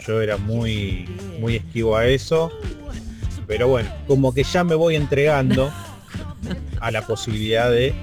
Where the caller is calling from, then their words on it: Tortuguitas, Buenos Aires Province, Argentina; de Tortuguitas